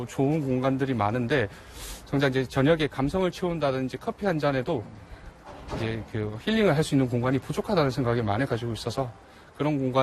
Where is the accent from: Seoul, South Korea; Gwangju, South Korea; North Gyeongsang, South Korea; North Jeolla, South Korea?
North Gyeongsang, South Korea; Yeongju; 여기서 태어나서 학창시절까지 여기서 자랐고 한 10년 정도 이제 타지에 대도시에 나가서 있다가 이제 재작년에 영주도 돌아왔는데